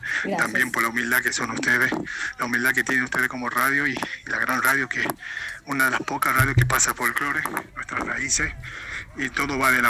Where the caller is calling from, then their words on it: Tucumán, Argentina; somos argentinos, somos tucumanos